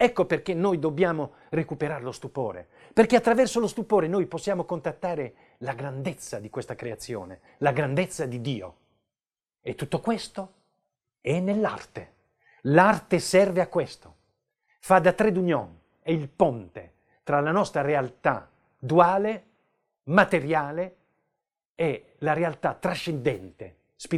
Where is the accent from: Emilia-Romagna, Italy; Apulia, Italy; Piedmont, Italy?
Apulia, Italy; poi inserisco un grande sasso, che è un sasso della mia terra, delle Murge, e compongo la meteora